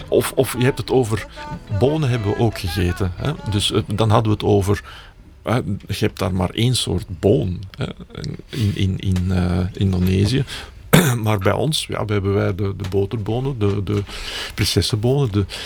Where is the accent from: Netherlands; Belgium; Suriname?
Belgium; Flanders; maar als Vlaming is dat moeilijker te horen